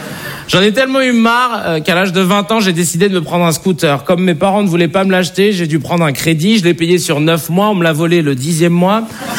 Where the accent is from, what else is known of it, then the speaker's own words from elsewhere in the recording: Paris, Île-de-France, France; now in Arcueil, France; enchanté. Je vais me présenter très rapidement. Vous savez, j'ai grandi à Paris dans le 19e, et ensuite j'ai déménagé dans une ville qui s'appelle Arcueil, au sud de Paris.